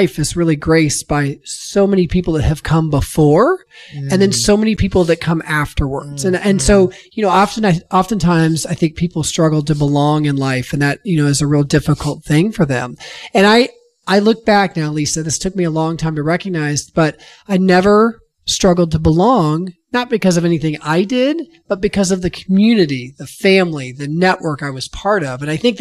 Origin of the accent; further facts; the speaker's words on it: United States; also born or lived in Indianapolis, Indiana; my wife and I grew up on the West Side. I was born in Indianapolis, where my mom's family is from, but grew up here most of my life.